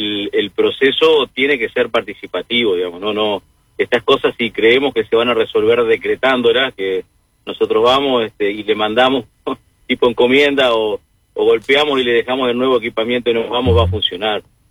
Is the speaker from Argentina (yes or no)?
no; Canelones, Uruguay; yo que vengo de Canelones, alguna localidad grande de Canelones